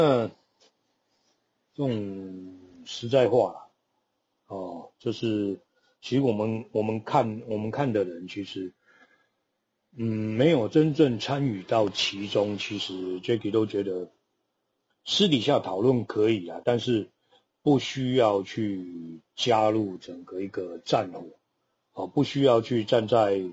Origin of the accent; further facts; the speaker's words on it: Taiwan; 以我们在讲台语啊